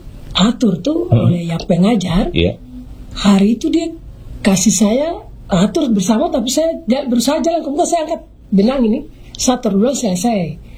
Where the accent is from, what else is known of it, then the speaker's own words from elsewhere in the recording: Southwest Papua, Indonesia; Kurang, jadi karena kami orang Mebrat selalu bayar harta.